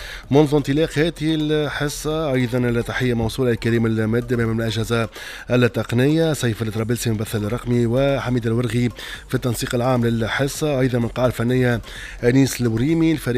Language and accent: Arabic; Tunisia